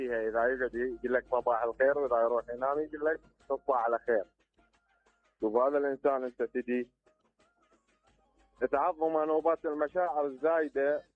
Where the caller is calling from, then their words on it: Al Anbar, Iraq; من الانبار.